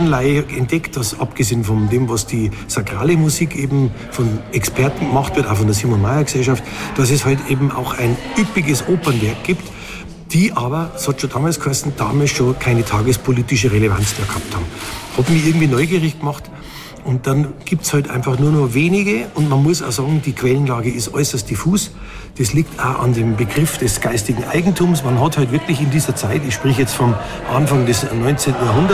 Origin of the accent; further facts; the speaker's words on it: Munich, Bavaria, Germany; now in Ingolstadt, Germany; Als Münchner